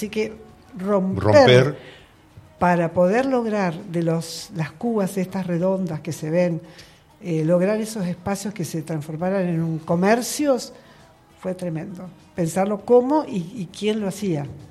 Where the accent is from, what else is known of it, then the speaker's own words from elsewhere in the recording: Santa Rosa, La Pampa, Argentina; also born or lived in Rolón, La Pampa; now in Neuquén, Argentina; nos criamos en Santa Rosa y mi esposo también.